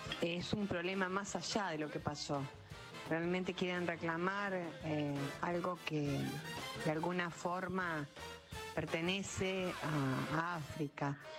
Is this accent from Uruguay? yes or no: no; Santa Fe, Argentina; now in Gualeguaychú, Argentina; Acá te habla una señora que vive … Gualeguaychú, pero soy santafesina hasta la maceta. Lamento, soy sabalera.